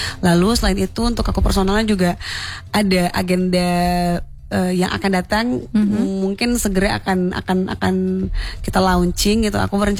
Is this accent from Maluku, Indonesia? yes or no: no; Padang, West Sumatra, Indonesia; kita sebagai orang Minang Padang